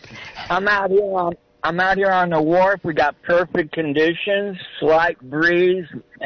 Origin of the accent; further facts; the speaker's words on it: Pacifica, California, United States; now in Santa Cruz, United States; I grew up in Pacifica